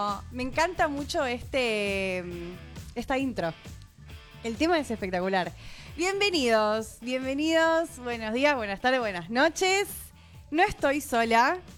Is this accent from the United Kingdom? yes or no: no; Argentina; Decir que soy argentina.